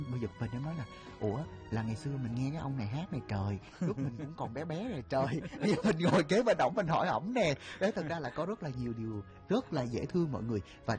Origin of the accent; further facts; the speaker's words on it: Cà Mau, Vietnam; nó đã là nhạc hiệu của quê hương em trong suốt khoảng thời gian em sinh ra và lớn lên. Mỗi lần mà em nghe đài ở đài địa phương, tại vì … sinh ra và lớn lên ở Cà Mau quý vị